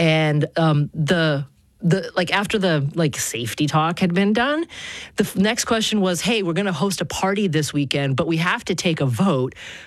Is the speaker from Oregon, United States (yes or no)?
yes; Oregon, United States; I did witness one or two cow tippings growing up in Oregon.